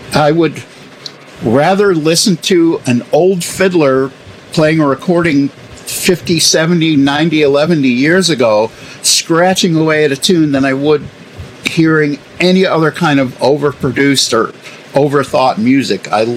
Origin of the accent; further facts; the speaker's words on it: Chicago, Illinois, United States; also born or lived in New Jersey; I've been here in the Chicago area since second grade.